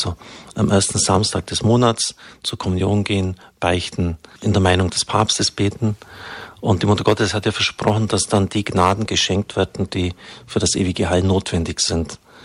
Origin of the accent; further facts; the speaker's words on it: Bavaria, Germany; Das war eine ländliche Idylle, ungefähr 25 Kilometer südwestlich von Augsburg bin ich aufgewachsen.